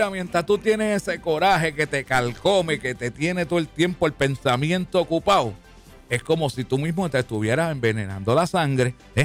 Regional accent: Puerto Rico

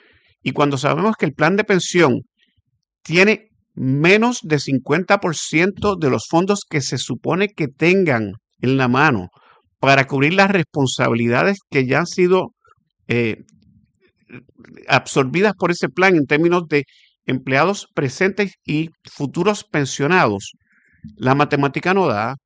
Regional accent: Puerto Rico

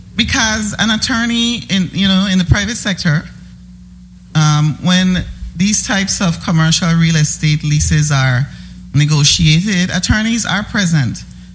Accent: U.S. Virgin Islands; our rights as Virgin Islanders

